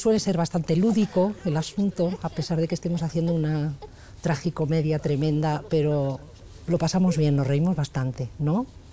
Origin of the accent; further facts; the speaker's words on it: northern Spain, Spain; Yo soy del norte y hay algo ahí de las brujas de mi tierra